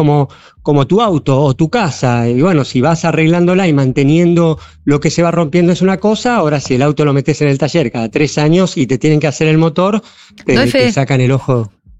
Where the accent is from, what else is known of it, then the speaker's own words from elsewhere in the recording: Mendoza, Argentina; vengo de Mendoza, sí.